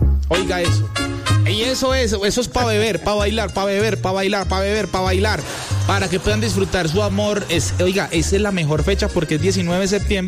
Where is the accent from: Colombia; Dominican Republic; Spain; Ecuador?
Colombia; Y como colombiano que se respete, se cola en lo que sea.